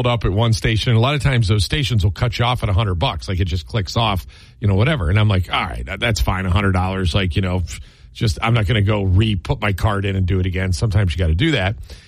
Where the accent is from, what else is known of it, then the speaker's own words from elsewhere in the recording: Steubenville, Ohio, United States; I grew up in Steubenville, which is only probably an hour and a half from there.